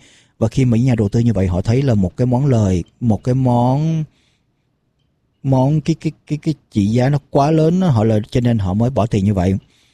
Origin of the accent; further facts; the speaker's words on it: United States; Tuy rằng mình là người Mỹ